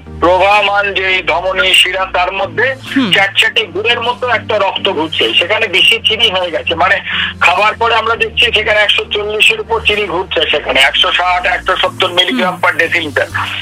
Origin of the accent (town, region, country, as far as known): India